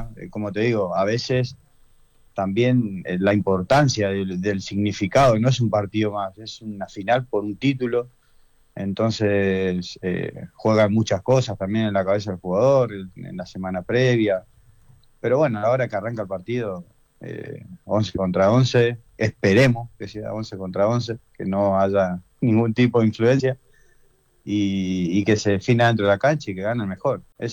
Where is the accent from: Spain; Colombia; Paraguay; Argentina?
Argentina; Córdoba; para la gente de Córdoba, para nosotros